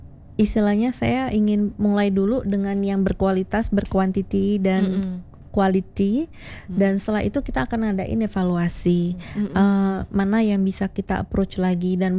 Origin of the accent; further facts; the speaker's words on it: Surabaya, East Java, Indonesia; now in Bali, Indonesia; saya asli Surabaya.